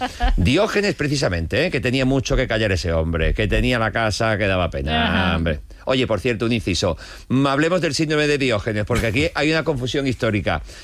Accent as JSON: {"language": "Spanish", "town": "Los Navalucillos", "region": "Castilla-La Mancha", "country": "Spain", "tie": "born or raised there", "said": "De mi pueblo, decía, los navalucillos en Toledo son más bien insultos"}